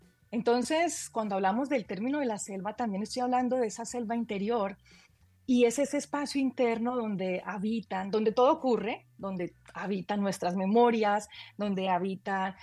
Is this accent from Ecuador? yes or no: no; Caquetá, Colombia; now in United States; Yo soy colombiana, caqueteña, amazónica también, como dicen, pero vivo aquí en Estados Unidos hace varios años.